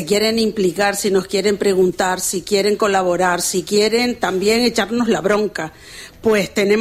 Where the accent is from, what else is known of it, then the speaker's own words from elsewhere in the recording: Canary Islands, Spain; la isla de Gran Canaria, que es mi isla.